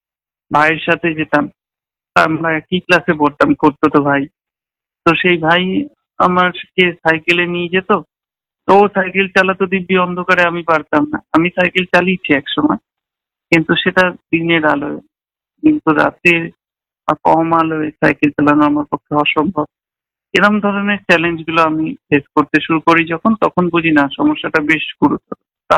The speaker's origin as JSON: {"language": "Bangla", "town": "Chandannagar", "region": "West Bengal", "country": "India", "tie": "born there", "said": "চন্দননগরে মোটামুটি একটা পরিচিতি ছিল"}